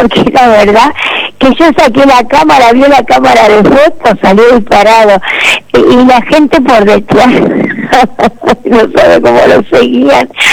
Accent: Argentina; Somos dos argentinas, mi jefa y yo la vendedora.

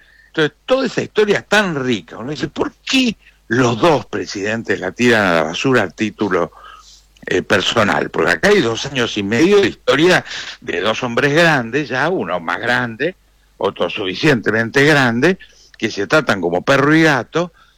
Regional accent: Argentina; yo soy argentino

